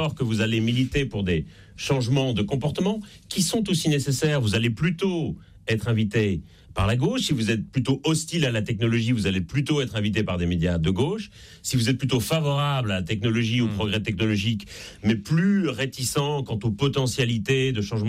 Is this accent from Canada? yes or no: no; Belgium; moved away as an adult; now in Paris, France